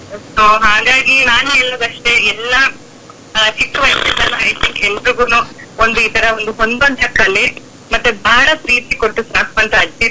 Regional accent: Somwarpet, Karnataka, India; also born or lived in Bangalore; ನನ್ನ ಹುಟ್ಟೂರು ಬಂದು ಕೊಡಗು ಸೋಮಾರ್ಪೇಟೆ ತಾಲೂಕು.

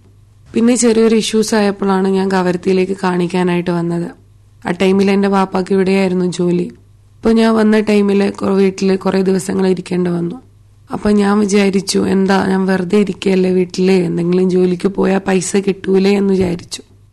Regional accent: Androth, Lakshadweep, India; born there; also born or lived in Kerala / Kavaratti; ഞാൻ ലക്ഷദ്വീപുകാരിയാണ്. ഞാൻ ജനിച്ചത് ആന്ത്രോത്ത് ദ്വീപിലാണ്.

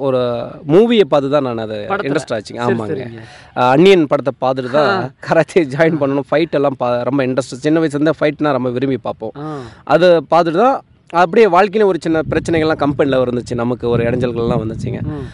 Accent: Salem district, Tamil Nadu, India; moved away as an adult; now in Tiruppur, India; Sir Salem மாவட்டம் காடியம்பட்டி தாலுக்கா கேமோரூர் கிராமம் sir.

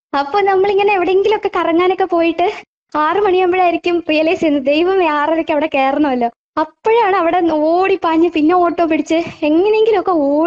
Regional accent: Varkala, Kerala, India; ഞാൻ വർക്കല സ്വദേശിനിയാണ്.

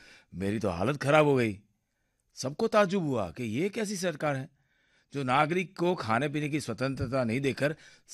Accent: Gujarat, India; अरे मैं तो शराब पीता ही नहीं, तो मालूम तो है मैं गुजरात से हूं।

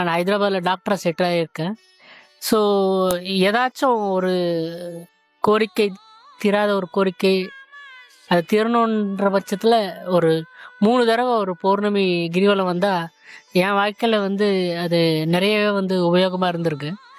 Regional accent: Tiruttani, Tamil Nadu, India; திருத்தணிமா. திருத்தணி வட்டம் கனகமாச்சித்திரம்.

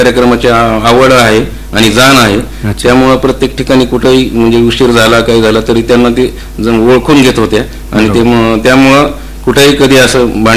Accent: Beed, Maharashtra, India; खूप फरक आहे. आता कॉलनी, मोठमोठ्या कॉलनी झाल्यात आता बीडमध्ये, बीडचा विस्तार झालाय चारी बाजूने

